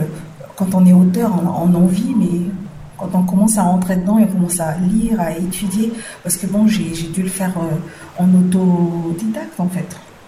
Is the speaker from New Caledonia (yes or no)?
yes; New Caledonia; moi, j'ai besoin d'exister en tant que Kanak, d'abord, mm-hmm. avant d'exister en tant que calédonienne.